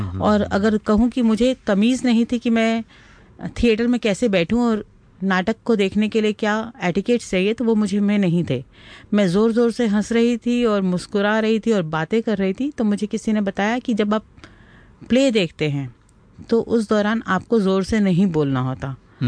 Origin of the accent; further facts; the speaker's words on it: Delhi, India; now in Mumbai, India; जी, मैं मूलतः दिल्ली से हूँ। मेरी स्कूली शिक्षा कॉलेज दिल्ली से हुआ है और रंगमंच से जुड़ाव भी मैंने दिल्ली से ही शुरू किया था।